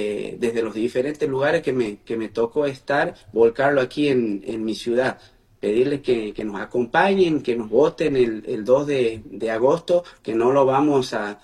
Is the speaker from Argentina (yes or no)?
yes; Quimilí, Santiago del Estero, Argentina; born there; nací aquí en Quimilí, tengo mis afectos aquí en Quimilí